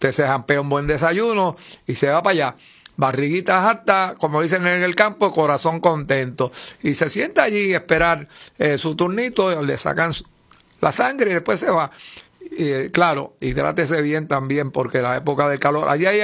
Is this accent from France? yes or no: no; San Sebastián, Puerto Rico; en mi pueblo de San Sebastián de las Vegas del Pepino.